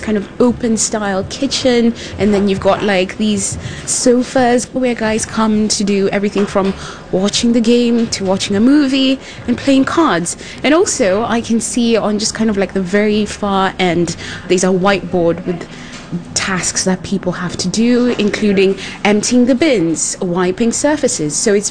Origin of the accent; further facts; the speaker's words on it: Kenya; Oh, so I'm actually Kenyan.